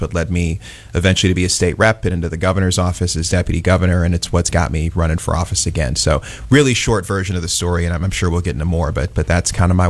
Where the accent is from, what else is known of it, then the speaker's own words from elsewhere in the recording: Maywood, Illinois, United States; also born or lived in Westchester, Illinois; I grew up in Maywood in Westchester. So my mother bought our house in Westchester when I was five. My grandparents lived in Maywood.